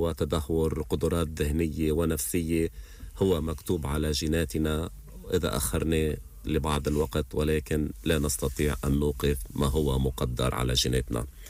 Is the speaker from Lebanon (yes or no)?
yes; Lebanon